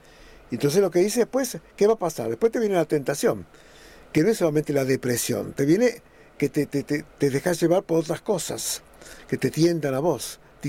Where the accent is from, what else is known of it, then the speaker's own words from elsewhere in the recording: Argentina; como argentino nos ayuda mucho este tipo de experiencias